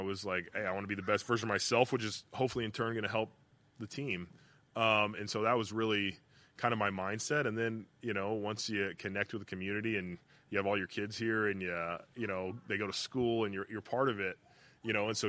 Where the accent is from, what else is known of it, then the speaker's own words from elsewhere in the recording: California, United States; now in Cleveland, United States; Yeah, I am from Southern California, but I think if you look at my background and family, like, it's based off of, like, blue-collar hard work. And I think at heart, like, there's some Midwest in there, you know what I mean?